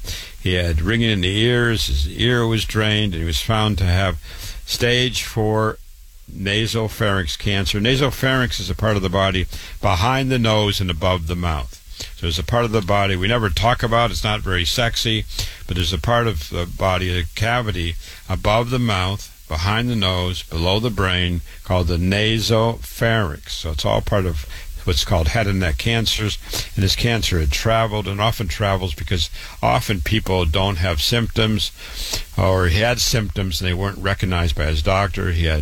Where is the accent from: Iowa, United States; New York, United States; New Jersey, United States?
Iowa, United States; Waterloo; You get the same chemo in my hometown of Waterloo, Iowa, as super-duper general.